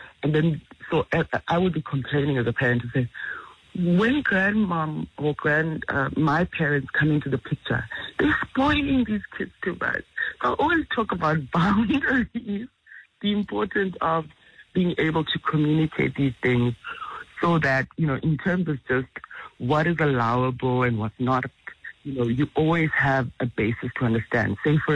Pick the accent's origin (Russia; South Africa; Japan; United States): South Africa; Mthatha, Eastern Cape; where we grew up in Umtata